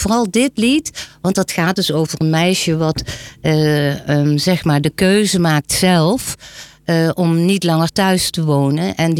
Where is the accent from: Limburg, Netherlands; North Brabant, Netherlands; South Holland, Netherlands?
Limburg, Netherlands; Weert; now in Bunschoten-Spakenburg, Netherlands; Ik kwam uit Weert, redelijke stad.